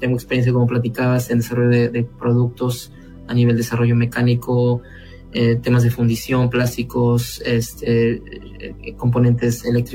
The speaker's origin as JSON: {"language": "Spanish", "town": "Pachuca", "region": "Hidalgo", "country": "Mexico", "tie": "born or raised there", "also_born_or_lived": "Monterrey, Nuevo León / Guadalajara, Jalisco", "moved": "as an adult", "lives_now": "United States", "said": "yo soy oriundo de Idapan, estudié la secundaria ahí en Pachuca, la preparatoria también, ahí y de ahí me moví para la Universidad de Nuevo León."}